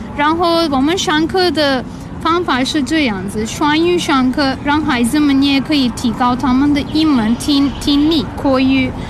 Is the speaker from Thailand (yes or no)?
no; Netherlands; now in Nanjing, China; 我们来自荷兰的，十年之前来中国